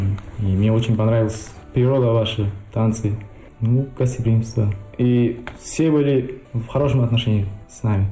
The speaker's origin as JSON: {"language": "Russian", "country": "Uzbekistan", "said": "из Узбекистана."}